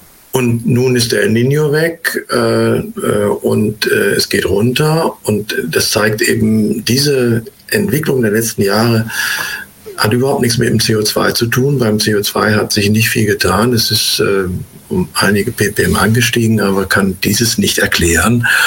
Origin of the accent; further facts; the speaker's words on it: North Rhine-Westphalia, Germany; moved away; zu unserer Zeit, als wir noch in der Jugend, in den 50er Jahren im Ruhrgebiet waren